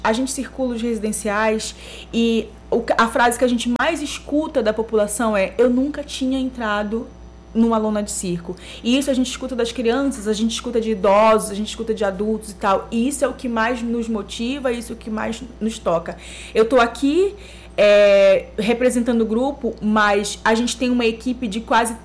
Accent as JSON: {"language": "Portuguese", "town": "Macapá", "region": "Amapá", "country": "Brazil", "said": "Nós somos da periferia de Macapá, a gente é ali do bairro do Araxá, e a gente tem muito orgulho de dizer que a gente é do bairro do Araxá e que a gente é da periferia."}